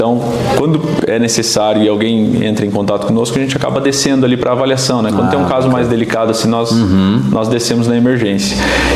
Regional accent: Paraná, Brazil; moved away as an adult; also born or lived in Tubarão, Santa Catarina / Florianópolis; now in Videira, Brazil; eu sou paranaense, né? Me formei aqui em Santa Catarina, em Tubarão, na cidade de Tubarão. Trabalhei muito tempo ali em Tubarão, Florianópolis, a região de Criciúma, né?

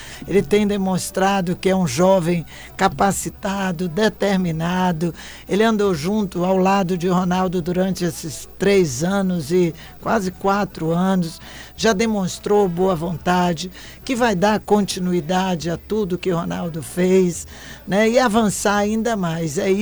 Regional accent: Bahia, Brazil; now in Goiás, Brazil; eu sou baiana.

